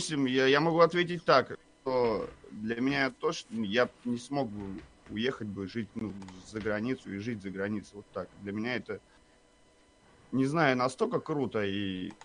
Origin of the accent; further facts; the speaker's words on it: Russia; born there; Я это... благодарен, конечно, судьбе, что я родился именно в России.